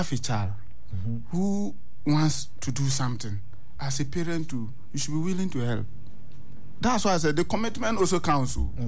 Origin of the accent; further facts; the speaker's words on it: Ghana; I'm speaking as a Ghanaian